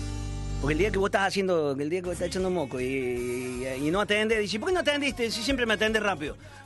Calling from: General Rodríguez, Buenos Aires Province, Argentina; Hola, pulenta, querido … de General Rodríguez, Buenos Aires.

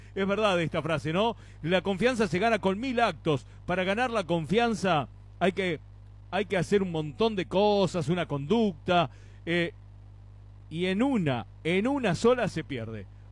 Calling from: General Belgrano, Buenos Aires Province, Argentina; de General Belgrano.

